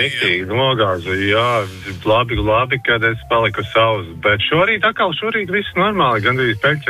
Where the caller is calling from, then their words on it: Madona, Vidzeme, Latvia; Es esmu no Madonas.